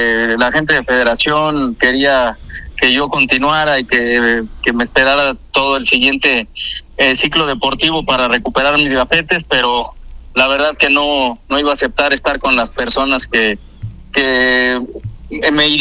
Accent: Tepeji del Río, Hidalgo, Mexico; moved away; Tepeji del Río. Sí, acá me crié yo.

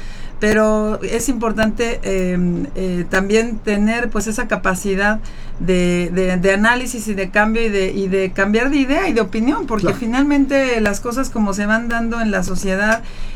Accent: Mexico; como mexicana, claro, porque soy mexicana

